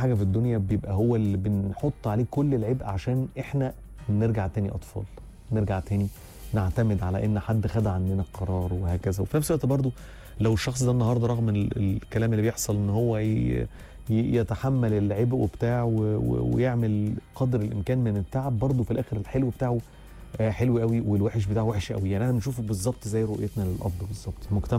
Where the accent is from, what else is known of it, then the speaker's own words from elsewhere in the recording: Egypt; مش كمصري بس